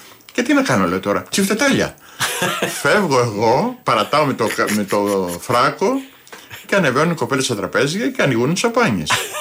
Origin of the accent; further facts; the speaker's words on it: Nea Artaki, Central Greece, Greece; now in Marousi, Greece; Δηλαδή έχω σπίτι και στην Αρτάκη, στο χωριό μου, και στο Μαρούσι κομμένο. Πηγαίνω, έρχομαι.